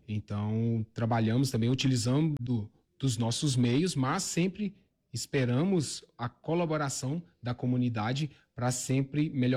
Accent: Brasília, Federal District, Brazil; also born or lived in Porto Alegre; now in Soledade, Brazil; sou natural de Brasília, atuava na capital, Porto Alegre

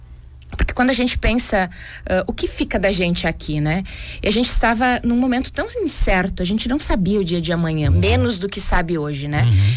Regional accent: Porto Vera Cruz, Rio Grande do Sul, Brazil; also born or lived in Nova Araçá; now in Garibaldi, Brazil; A minha cidade natal é Porto Vera Cruz, lá na fronteira do estado, mas morei quase 20 anos na região da Serra já.

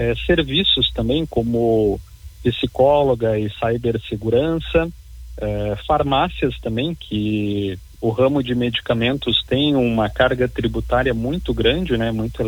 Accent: Brazil

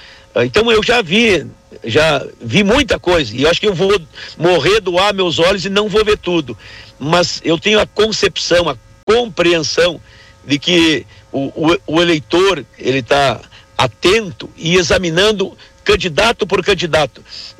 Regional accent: Rio Grande do Sul, Brazil; Eu sou gaúcho da gema, né?

